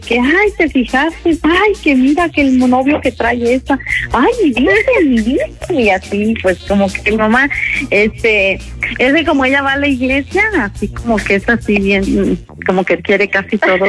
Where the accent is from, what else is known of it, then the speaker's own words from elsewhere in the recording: Celaya, Guanajuato, Mexico; moved away as an adult; now in Dallas, United States; Soy originaria de Celaya, Guanajuato.